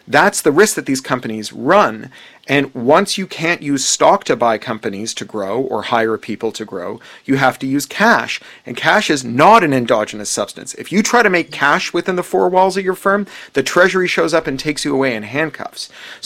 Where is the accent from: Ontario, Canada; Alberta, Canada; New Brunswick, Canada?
Ontario, Canada; Toronto; born or raised there